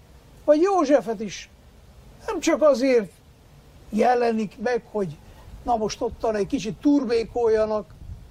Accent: Harghita, Romania; moved away; én is hazajöttem, ugye én itt nőttem fel Csíkban

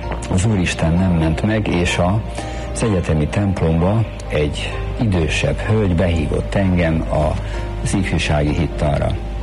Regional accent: Pilisszentlászló, Pest, Hungary; moved away as an adult; also born or lived in Budapest; now in Mukachevo, Ukraine; Ott éltem le gyerekkoromat, Piris Szent Lászlón, egy elszlovákosodott magyar falu, de az én gyerekkoromban már vissza magyarosodott.

